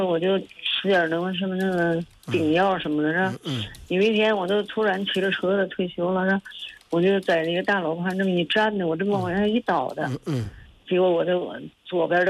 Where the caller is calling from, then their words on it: Tangshan, Hebei, China; 我是河北唐山的。